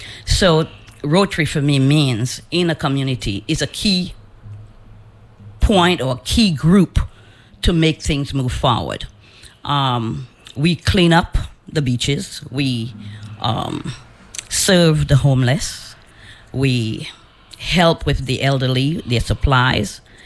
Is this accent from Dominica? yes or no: yes; Dominica; moved away; I'm originally from Dominica.